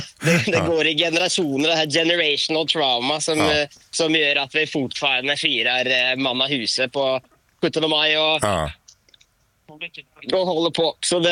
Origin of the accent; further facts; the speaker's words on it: Norway; Ja, jag är i Oslo just nu, men nu står jag på flygplatsen och ska till Sverige, så jag är ingen bra norrman idag.